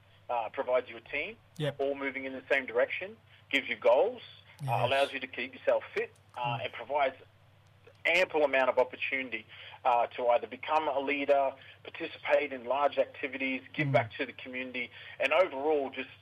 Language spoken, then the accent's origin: English; Cairns, Queensland, Australia; also born or lived in Atherton Tablelands; I grew up here in Cairns.